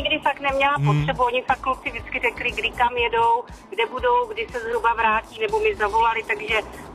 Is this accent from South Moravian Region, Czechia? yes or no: yes; Brno, South Moravian Region, Czechia; Jsem z Brna